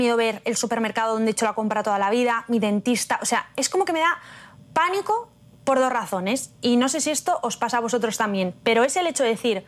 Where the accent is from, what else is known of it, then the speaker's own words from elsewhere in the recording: Spain; moved away as an adult; now in Kentucky, United States; no vamos a decir que es española, como yo